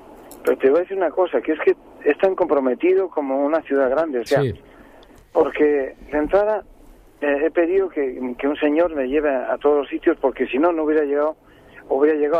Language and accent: Spanish; Cantabria, Spain; moved away; Te critican primero como cántabro